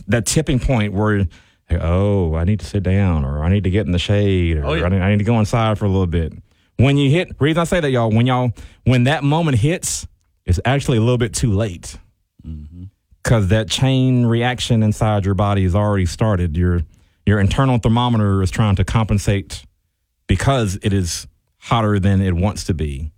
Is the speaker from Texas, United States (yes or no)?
yes; Texas, United States; summertime heat is just a part of being a Texan